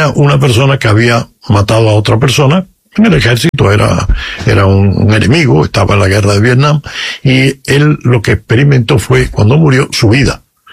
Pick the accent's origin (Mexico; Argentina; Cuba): Cuba; yo estaba pensando en mi tierra, en Cuba.